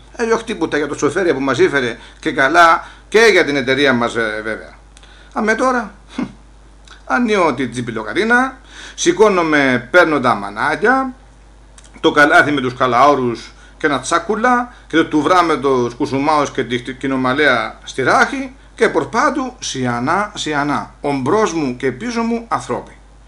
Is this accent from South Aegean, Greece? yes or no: yes; Olympos, South Aegean, Greece